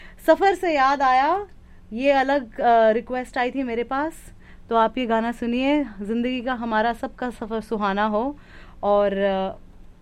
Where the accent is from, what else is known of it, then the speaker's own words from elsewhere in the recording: Delhi, India; moved away as an adult; now in United States; भाई हम दिल्ली वाले हैं, दिल्ली वाले ऐसी बात करते हैं.